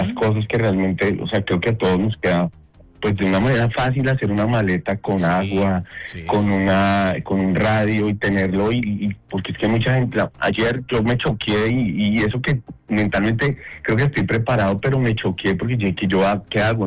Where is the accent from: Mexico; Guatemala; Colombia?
Colombia; Hoy no hay nada, hermano. Hoy somos colombianos.